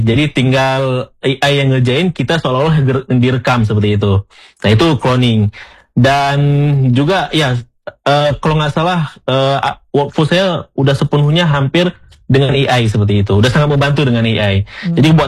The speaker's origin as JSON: {"language": "Indonesian", "region": "Aceh", "country": "Indonesia", "said": "Mungkin atau logatnya mungkin kita orang Aceh seperti itu, memang itu jadi ciri khas kita orang-orang Sumatera seperti itu ya."}